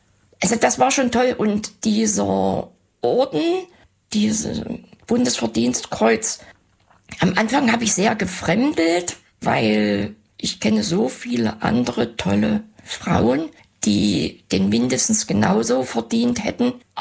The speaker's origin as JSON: {"language": "German", "region": "Saxony-Anhalt", "country": "Germany", "tie": "born or raised there", "said": "Da ich einen Großteil meiner Kindheit im Umfeld von Halle verbracht habe, also in den Dörfern rund um Halle, erweiterter Speckgürtel"}